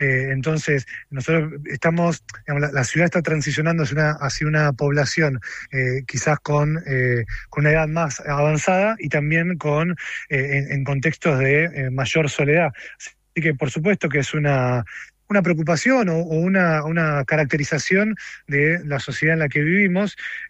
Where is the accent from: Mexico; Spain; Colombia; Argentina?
Argentina; es parte de también de lo que nos define como argentinos.